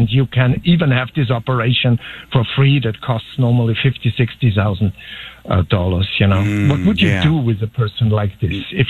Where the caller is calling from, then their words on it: Vienna, Austria; I'm from Austria, Vienna. There I'm a pastor. I have a small church there, and I'm on vacation here